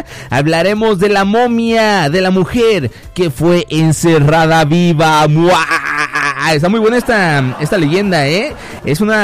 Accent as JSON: {"language": "Spanish", "region": "Oaxaca", "country": "Mexico", "said": "Bueno, algo de que lo digo como oaxaqueño."}